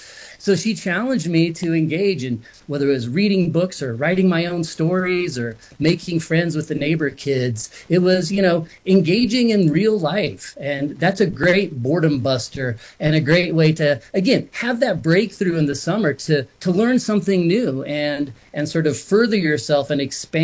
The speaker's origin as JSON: {"language": "English", "town": "Boulder", "region": "Colorado", "country": "United States", "tie": "born or raised there", "said": "because I grew up in Boulder, Colorado, in the suburbs."}